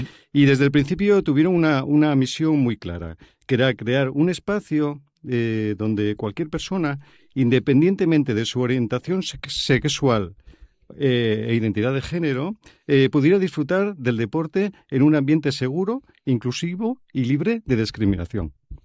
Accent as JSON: {"language": "Spanish", "region": "Asturias", "country": "Spain", "said": "Somos asturianos y el picurriello no podía faltar."}